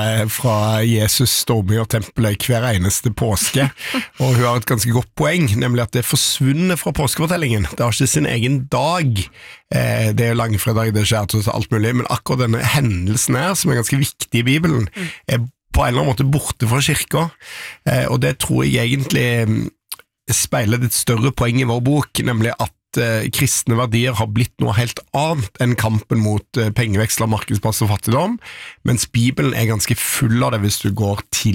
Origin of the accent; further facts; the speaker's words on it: Stavanger, Rogaland, Norway; also born or lived in Iceland; Jeg kom jo inn på Stortinget som en småbarnsfar, som en stavangermann, som en islending, som alle mulige ting.